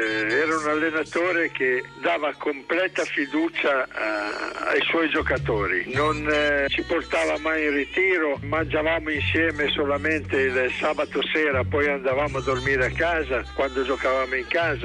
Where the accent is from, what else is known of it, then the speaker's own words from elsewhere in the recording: Tuscany, Italy; Io toscano